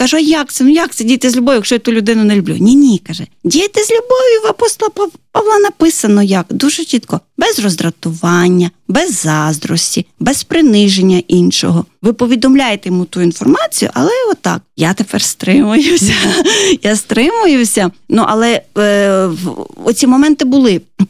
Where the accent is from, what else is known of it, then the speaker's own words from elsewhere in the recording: Lviv Oblast, Ukraine; Львівщина.